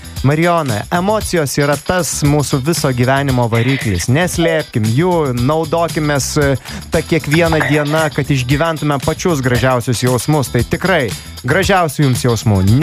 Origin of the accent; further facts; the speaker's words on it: Pivašiūnai, Alytus County, Lithuania; moved away; Aš iš Pivašiūno